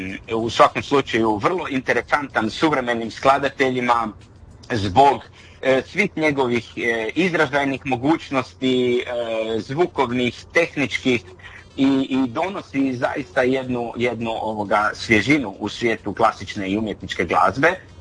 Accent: Istria County, Croatia; pogotovo kod nas u Istri

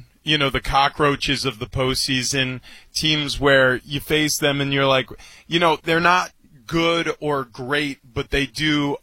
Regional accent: New York, United States; I grew up in New York.

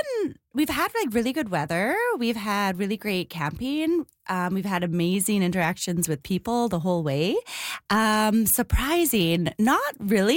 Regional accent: Flin Flon, Manitoba, Canada; born there; I was born in Flin Flon.

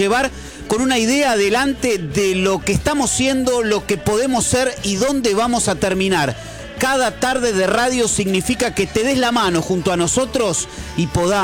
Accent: Argentina; somos argentinos, acá estamos

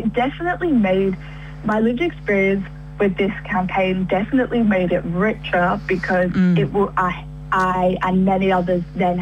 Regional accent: United Kingdom; also born or lived in Tunisia; I'm British and I'm Tunisian, which is in North Africa.

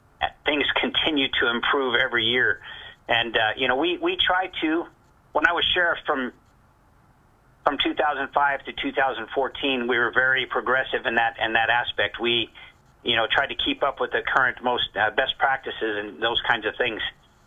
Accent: Doña Ana County, New Mexico, United States; I was born and raised here in Doña Ana County.

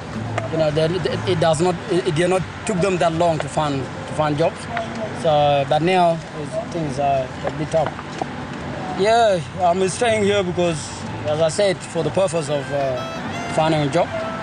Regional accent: South Sudan; English is a second language; moved away as an adult; Yeah, well … I'm from South Sudan. That's where I was born.

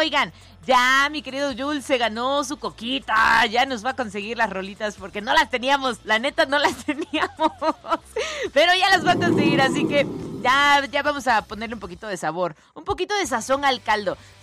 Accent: Izúcar de Matamoros, Puebla, Mexico; Yo también soy de Izúcar de Matamoros. Nada más que aquí al aire, enfrente del micrófono, pues no hablo como mixteca, ¿verdad?

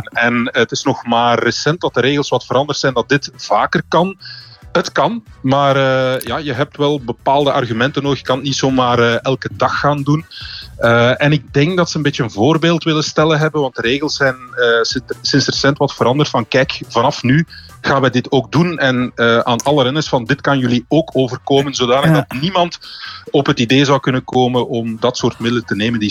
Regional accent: Belgium

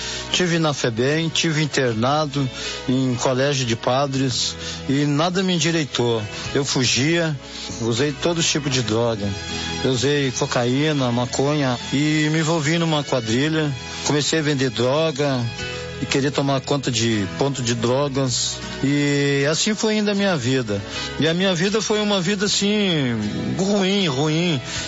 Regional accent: Rio Grande do Sul, Brazil; Sou do Rio Grande do Sul, tenho 55 anos.

